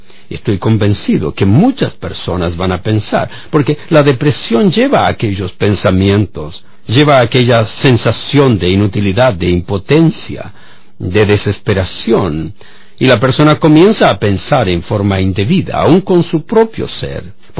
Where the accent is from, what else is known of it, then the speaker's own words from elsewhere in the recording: Chile; como en mi país, en Chile